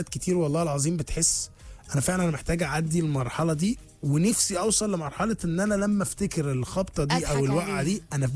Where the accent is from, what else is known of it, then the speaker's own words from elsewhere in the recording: Egypt; احنا نتكلم علينا كمصريين.